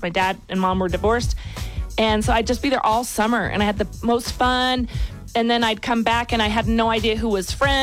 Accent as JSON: {"language": "English", "town": "Denver", "region": "Colorado", "country": "United States", "tie": "born or raised there", "said": "And I grew up in Colorado, in Denver."}